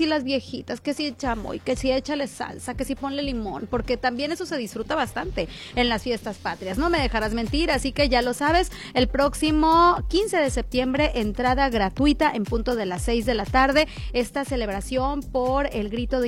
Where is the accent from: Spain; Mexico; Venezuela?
Mexico; nuestra identidad como mexicanas y mexicanos